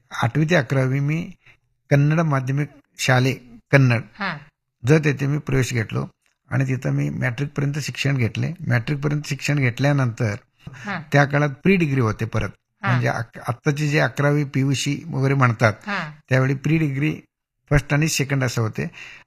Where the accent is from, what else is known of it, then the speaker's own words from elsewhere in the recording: Tikondi, Maharashtra, India; moved away; also born or lived in Jath; माझा जन्मगावी तिकोंडी येते